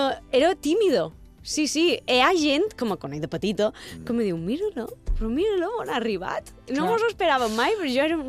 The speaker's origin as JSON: {"language": "Catalan", "town": "Sant Ferriol", "region": "Balearic Islands", "country": "Spain", "tie": "born or raised there"}